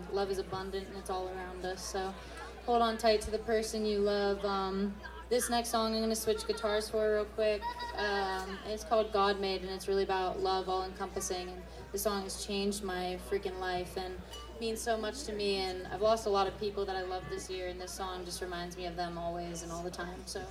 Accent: Pennsylvania, United States; moved away; I'm also from Pennsylvania. Western PA. I'm more of a Pittsburgh person.

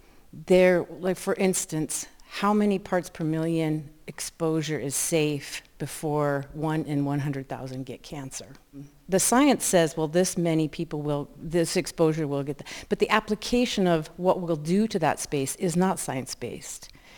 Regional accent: Missoula, Montana, United States; I grew up here in Missoula, surrounded by Superfund sites. I grew up on the north side

